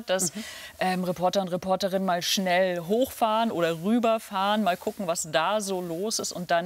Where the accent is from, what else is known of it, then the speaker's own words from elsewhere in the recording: Rostock, Mecklenburg-Vorpommern, Germany; ich war viel auch in MacPom unterwegs vor den Wahlen, in meiner Heimat in Rostock und auf Rügen.